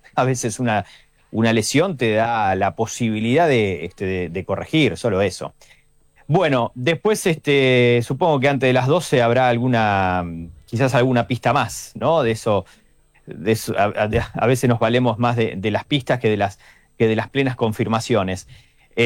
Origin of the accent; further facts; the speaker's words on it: Argentina; somos argentinos